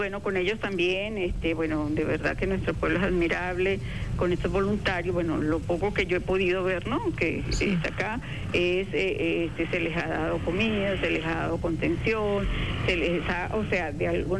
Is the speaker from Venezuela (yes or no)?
yes; Venezuela; lo de la culpa viene por eso que nos caracteriza a nosotros como venezolanos, ayudar, apoyar, estar allí